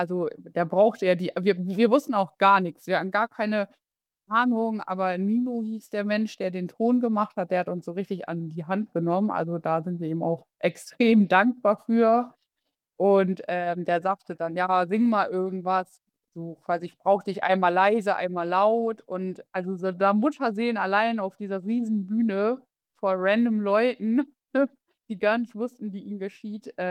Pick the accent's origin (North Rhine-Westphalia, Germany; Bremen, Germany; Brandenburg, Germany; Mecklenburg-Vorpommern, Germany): Bremen, Germany; ich bin aufgewachsen in Bremen-Nord.